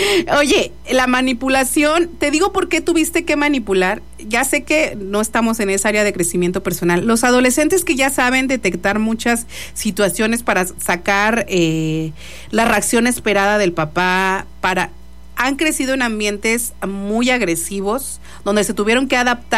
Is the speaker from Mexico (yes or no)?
yes; Mexico; Somos mexicanos a final de cuenta y todo le hallamos ahí el doble sentido.